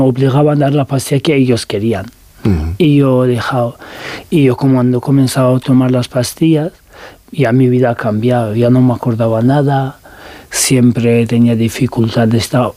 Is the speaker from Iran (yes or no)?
yes; Tehran, Tehran Province, Iran; Spanish is a second language; tanto que yo crecí en Teherán, los años de, en infancia mi familia mudaron a Teherán, pero nunca tuve el valor de volver y vivir ahí